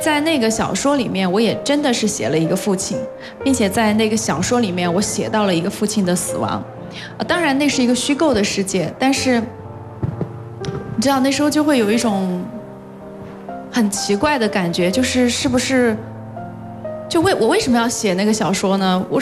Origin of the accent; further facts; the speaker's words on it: China; 我的老家是在四川和云南交界的一个非常偏僻的小山村，我是在一个村庄里面长大的